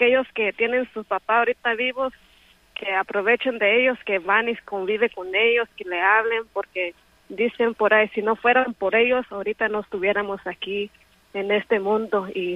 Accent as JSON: {"language": "Spanish", "town": "Santa Catarina Noltepec", "country": "Mexico", "tie": "born or raised there", "moved": "yes", "lives_now": "Lynden, Washington, United States", "said": "Un saludo para la gente de mi pueblo de Santa Catarina, Noltepec"}